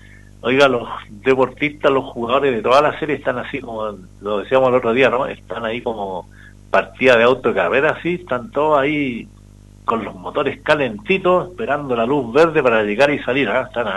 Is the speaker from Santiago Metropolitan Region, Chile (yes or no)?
no; Arica y Parinacota, Chile; saludamos a toda la comunidad deportiva de nuestra región de Arica, Parinacota.